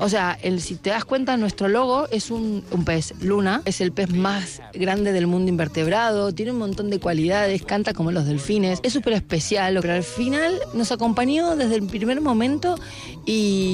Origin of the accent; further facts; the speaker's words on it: Argentina; moved away as an adult; now in Spain; somos argentinos emigrando, volviendo un poco a la tierra de nuestros abuelos, un poco no del todo